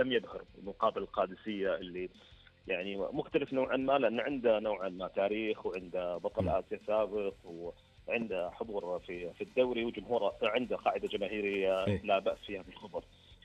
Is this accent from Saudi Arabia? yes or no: yes; Saudi Arabia; عزيز على قلوبنا جميعا كسعوديين